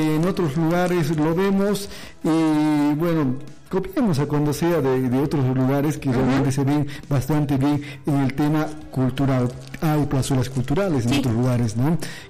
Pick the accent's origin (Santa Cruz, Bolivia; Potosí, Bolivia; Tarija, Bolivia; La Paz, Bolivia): Potosí, Bolivia